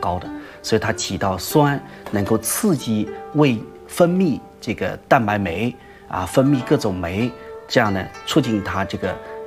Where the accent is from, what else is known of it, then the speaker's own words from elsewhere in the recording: South China, China; 因为我也是南方长大的